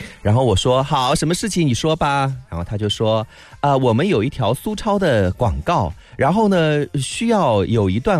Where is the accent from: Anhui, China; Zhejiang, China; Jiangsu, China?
Jiangsu, China; Changzhou; born there; accent: Changzhou dialect; 然后我们上学的时候吧，虽然也是用那个方言来讲课的，但是有一个问题就来了，就是在常州啊，它这个几公里方言就有点区别了。所以我也未必不知道我说的到底是不是标准的常州话